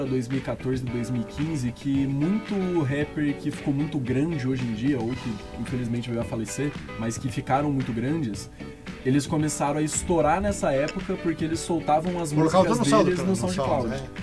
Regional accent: Cascavel, Paraná, Brazil; Eu sou de Cascavel também.

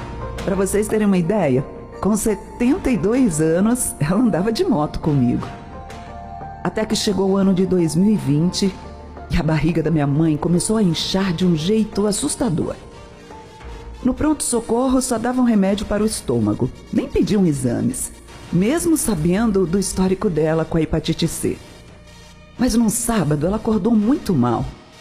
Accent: São Paulo, Brazil; also born or lived in Naviraí; tenho 52 anos e sou do interior de São Paulo. Mas a nossa jornada começou em Naviraí, no Mato Grosso do Sul.

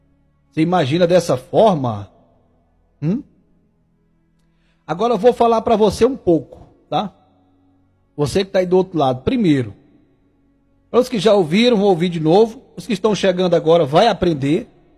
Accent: Tocantins, Brazil; Lá na minha cidade, né, eu que sou lá do Tocantins

